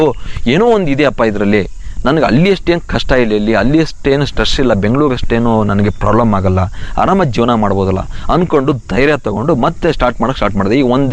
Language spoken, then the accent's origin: Kannada; Shikaripura, Karnataka, India; also born or lived in Bengaluru; ನಾನು ಶಿವಮೊಗ್ಗ ಡಿಸ್ಟಿಕ್ ಶಿಕಾರ್ಪುರ್ ತಾಲೂಕು ಸಹಸ್ರವಳ್ಳಿ ಗ್ರಾಮದವರು. ನಂದು ಬಿಕಾಂ ಮುಗಿದ ತಕ್ಷಣ ನಾನು ಬೆಂಗಳೂರಿಗೆ ಹೋದೆ.